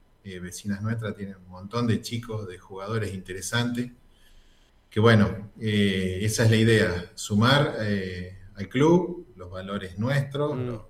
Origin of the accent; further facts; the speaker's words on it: Carcarañá, Santa Fe, Argentina; moved away; Te decía que soy de Carcarañá.